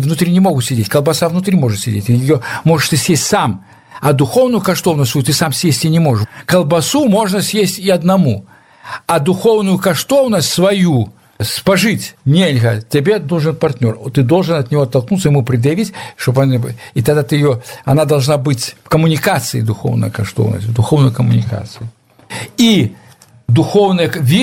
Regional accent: Vawkavysk, Grodno Region, Belarus; moved away as an adult; now in Moscow, Russia; мы размовляли уже в русской школе по-русски, в Волковыске в городе. А я потом закончил, поехал в Москву

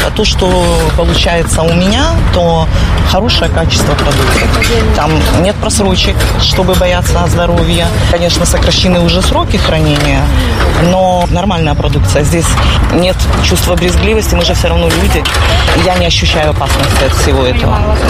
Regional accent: Belarus; now in Poland; Я с Беларуси.

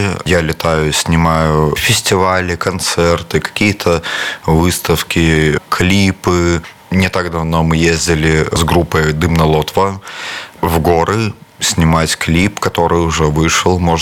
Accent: Belarus; как белорусы.

